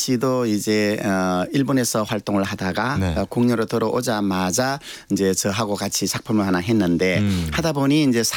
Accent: Uiryeong, South Gyeongsang, South Korea; moved away; 제 고향에서 매년 이렇게 개최되고 있는

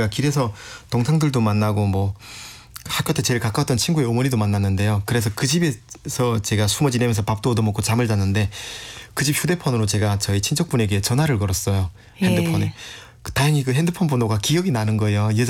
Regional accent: North Korea; now in South Korea; 내가 다시 탈북해서 바로 압록강을 건너서 중국으로 해서 한국에 와서

